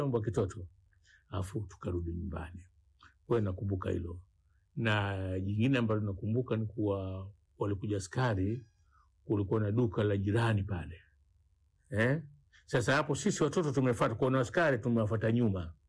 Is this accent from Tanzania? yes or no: yes; Dar es Salaam, Tanzania; nyumbani kwetu Kinondoni Mtasikenke